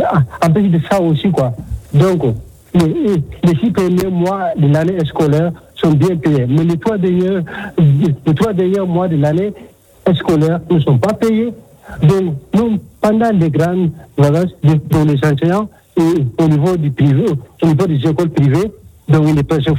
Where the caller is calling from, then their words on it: Mali; Chez nous, au Mali